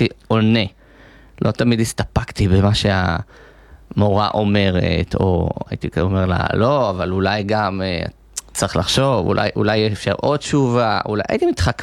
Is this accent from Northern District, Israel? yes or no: yes; Karmiel, Northern District, Israel; אני גדלתי בקרמיאל, בשכונה המערבית, והלכתי לבית ספר שקוראו לו בית ספר אלון, בית ספר יסודי